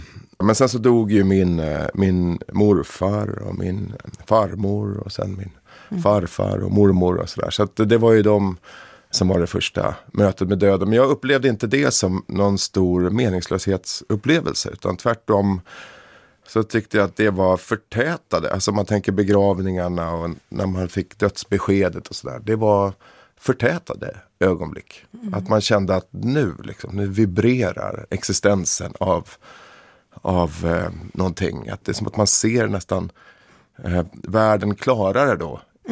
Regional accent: Stockholm County, Sweden; accent: between Solna and Upplands Väsby; Han kunde placera min dialekt som någonstans mellan Solna och Upplands Väsby.

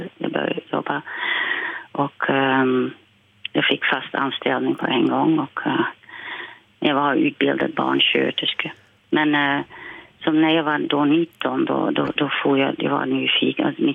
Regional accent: Silvolde, Gelderland, Netherlands; Och jag var från Silvolde så att jag hade en vän, en tremänning med mig.

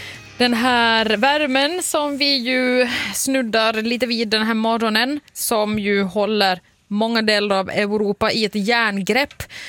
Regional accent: Finland; Det mörkare som den finländare jag är.

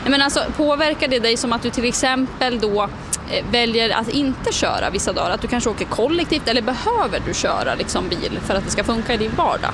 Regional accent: Köping, Västmanland County, Sweden; jag som är från Köping

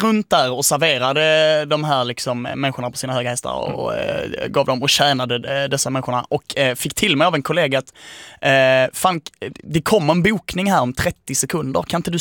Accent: Skåne, Sweden; moved away; min skånska identitet

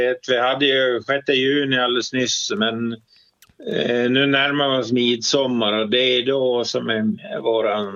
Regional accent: Gotland, Sweden; Och jag hörde ju, jag kommer från Gotland och jag har ju gjort min militärtjänst där på Gotland, ja.

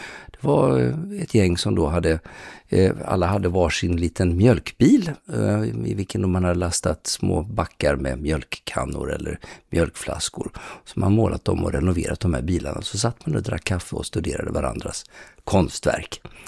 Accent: Alingsås, Västra Götaland County, Sweden; I Alingsås där jag kommer ifrån, där körde Sten, farbror Sten som hade Stens livs, han körde ut mjölk till folk, bland annat våra grannar.

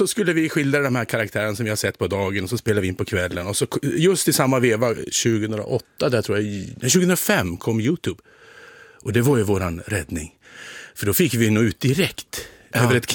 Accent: Alfta, Gävleborg County, Sweden; also born or lived in Bollnäs / Söderhamn; now in Gävle, Sweden; vi är ju från Alfta. Kristian och jag, Alftabyn. Sen blev det småstaden Bollnäs. Sen flyttade vi ännu längre ut mot småstaden Söderhamn. Min kollega Olle är kvar i Hälsingland, men jag flyttade hit till Gävle.

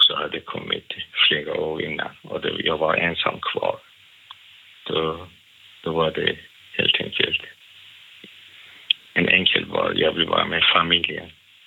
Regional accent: Iran; now in Sweden; Jag kom från Iran.

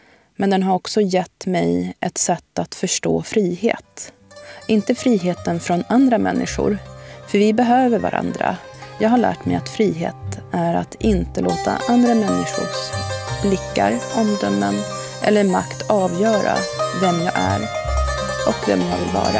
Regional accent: Sweden; also born or lived in Iraq; Jag är född i Irak, uppvuxen i Sverige och muslim.

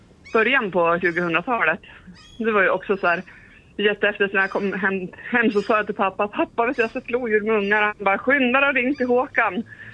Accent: Jämtland County, Sweden; man född och vuxen i Jämtland och i stort sett bott i Jämtland hela mitt liv

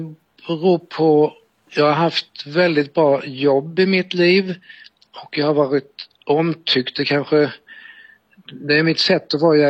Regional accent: Småland, Sweden; Och jag kom ju från Småland från början då, och i Småland stenar.

